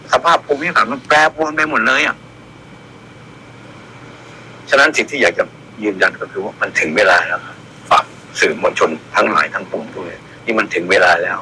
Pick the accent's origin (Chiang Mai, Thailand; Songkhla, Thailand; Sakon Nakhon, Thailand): Sakon Nakhon, Thailand; เป็นเด็กบ้านนอกที่มีแพชชั่นเท่านั้นเองพ่อแม่ก็เป็นชาวนาเหมือนพวกเรานี่แหละเป็นคนสกลนครนี่แหละ